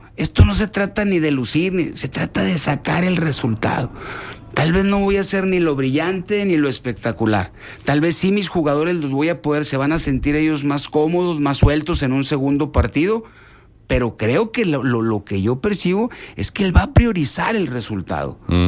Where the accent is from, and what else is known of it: Mexico